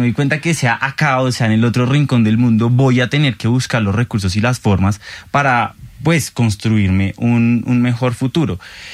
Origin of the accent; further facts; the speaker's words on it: Colombia; como sociedad colombiana tenemos un deseo por migrar